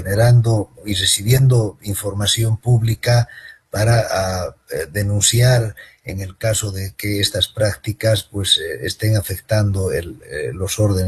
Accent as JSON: {"language": "Spanish", "country": "Bolivia", "said": "a mi país, Bolivia. Yo vengo de Bolivia"}